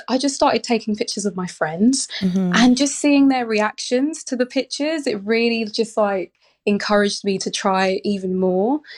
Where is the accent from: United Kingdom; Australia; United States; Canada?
United Kingdom; Southend-on-Sea, East of England; I grew up in Essex, Southend-on-Sea.